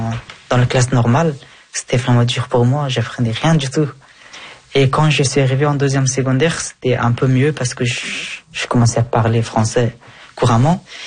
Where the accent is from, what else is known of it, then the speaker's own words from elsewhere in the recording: Afghanistan; now in Belgium; Oui, oui, j'ai eu ma nationalité depuis l'année passée. Je ne suis plus afghan maintenant, je suis Belge.